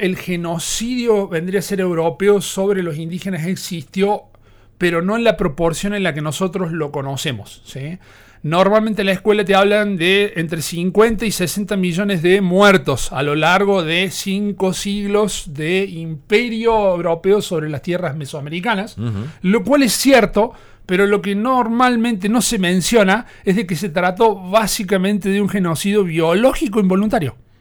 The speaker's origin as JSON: {"language": "Spanish", "region": "Mendoza", "country": "Argentina", "said": "que llega incluso hasta las tierras mendocinas nuestras"}